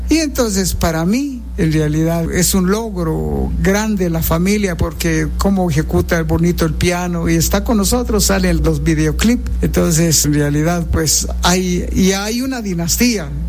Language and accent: Spanish; San Andrés Xecul, Totonicapán, Guatemala; de mi pueblo San Andrés Xecol